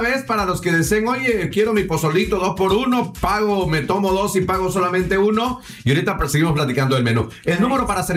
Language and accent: Spanish; Chiapas, Mexico; yo soy chiapaneco, soy de Chiapas